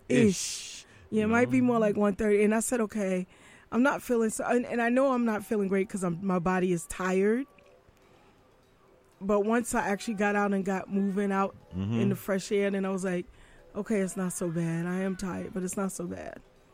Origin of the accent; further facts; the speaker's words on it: New York City, New York, United States; I'm going to be with him out in Far Rockaway on Beach 90th Street in the Amphitheater. Yes, my hometown.